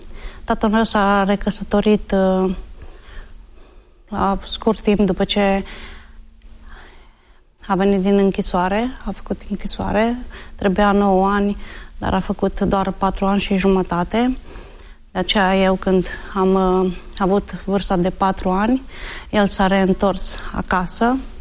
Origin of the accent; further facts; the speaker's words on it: Arad, Arad County, Romania; born there; M-am născut în Arad, într-o familie de ortodoxi.